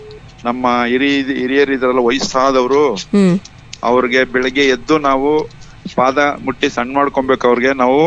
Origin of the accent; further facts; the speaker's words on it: Karnataka, India; born there; now in Mysore, India; ನಮ್ಮ ಹಳ್ಳಿಯಿಂದ ಅಲಗಾಪುರದಿಂದ ತಗೊಂಡೋಗಿ ಮೈಸೂರಿಗೆ ತಗೊಂಡೋಗಿ